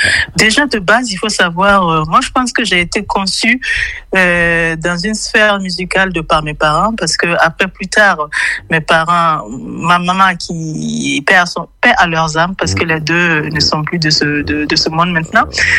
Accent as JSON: {"language": "French", "country": "Burkina Faso", "tie": "born or raised there", "moved": "yes", "lives_now": "Berlin, Germany", "said": "je suis originaire du Burkina Faso et réside en Allemagne, plus précisément à Berlin."}